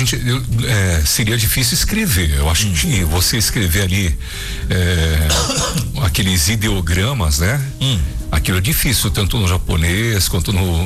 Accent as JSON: {"language": "Portuguese", "country": "Portugal", "said": "Minha filhinha é portuguesa também, como eu, pá."}